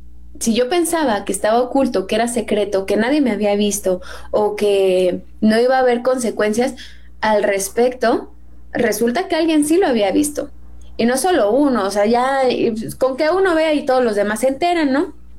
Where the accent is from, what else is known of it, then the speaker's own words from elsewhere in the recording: Mexico; born there; sí, soy mexicana, porque soy mexicana de nacimiento y de corazón y de todo, ¿no?